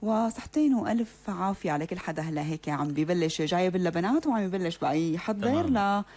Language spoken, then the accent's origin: Arabic; Syria; إحنا كسوريين